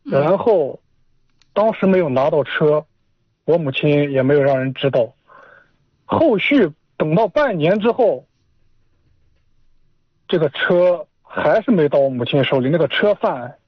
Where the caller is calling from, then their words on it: Hejin, Shanxi, China; 我这边是河津的。